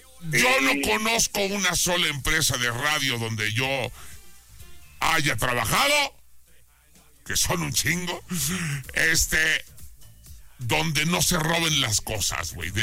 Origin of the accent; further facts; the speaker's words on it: Jalisco, Mexico; de mi tierra jalisciense